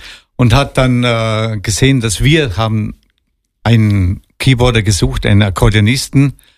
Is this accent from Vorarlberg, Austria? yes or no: yes; Schoppernau, Vorarlberg, Austria; Ich komme aus Schopenau und das ist ein Ort vorher in Au.